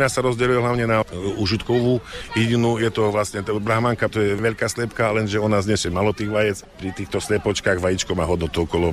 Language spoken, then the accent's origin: Slovak; Žbince, Košice Region, Slovakia; now in Sliepkovce, Slovakia; ja som rodák zo Žbínec a do Sliepkovec som sa prisťahoval